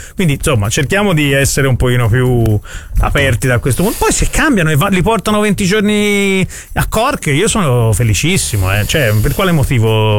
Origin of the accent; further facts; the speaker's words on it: Florence, Tuscany, Italy; born there; now in Grassina, Italy; io sono del centro, sono nato in Borgo degli Albizi